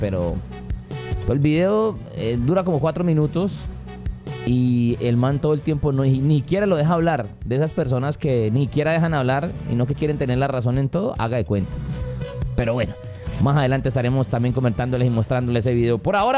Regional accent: Colombia

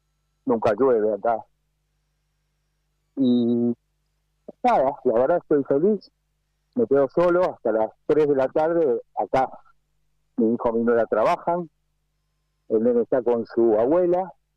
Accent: Buenos Aires, Argentina; tengo 72 años, nací, viví y voy a terminar mis días en la capital federal, por supuesto en Cava.

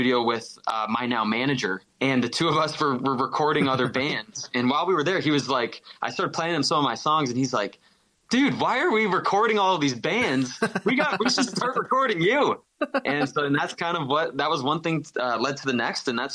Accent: Fort Erie, Ontario, Canada

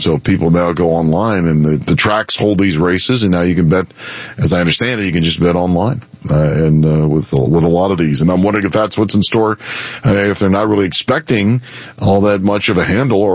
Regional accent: Bowie, Maryland, United States; I used to go all the time with my dad because I grew up in Bowie. Next to the racetrack, we would go out almost every other day.

